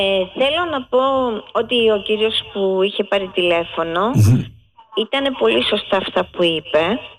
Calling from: Greece; Είμαστε Έλληνες.

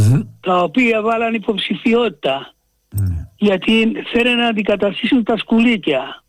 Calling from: Athens, Attica, Greece; είμαι από τα Άνω Πατήσια.

